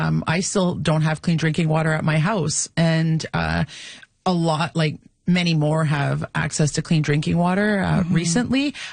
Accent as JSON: {"language": "English", "town": "Kitigan-Zibi", "region": "Quebec", "country": "Canada", "said": "I'm from Kitigan-Zibi Anishinaabeg."}